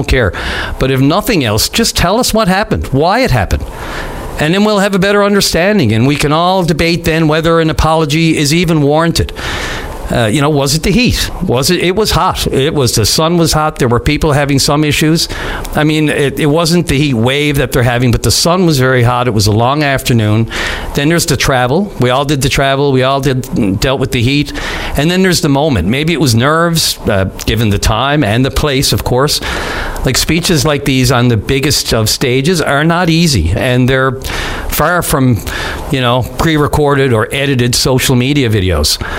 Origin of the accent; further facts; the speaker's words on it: Newfoundland and Labrador, Canada; It offended me as a Newfoundlander.